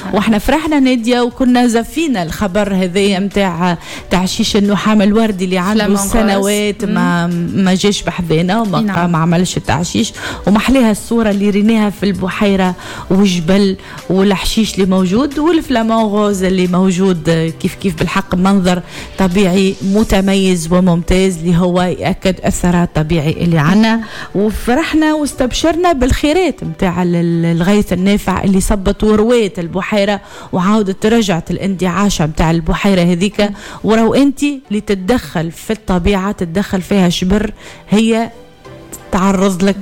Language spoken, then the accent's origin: Arabic; Tunisia; وتونس راهي متاعنا